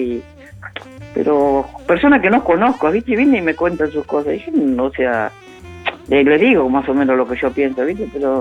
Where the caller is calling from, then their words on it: Pilar, Buenos Aires Province, Argentina; acá de Pilar.